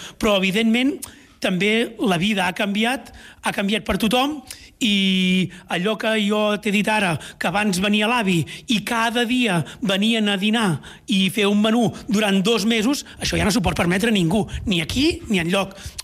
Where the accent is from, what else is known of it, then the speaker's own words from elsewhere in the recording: Catalonia, Spain; nosaltres som del Bages. Sí que som una punta del Bages